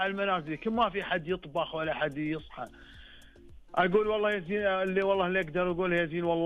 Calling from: Riyadh, Riyadh Province, Saudi Arabia; من الرياض

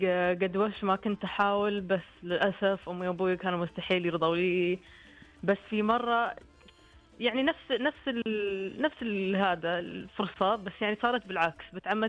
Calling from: Qatif, Eastern Province, Saudi Arabia; اكلمكم من القطيف

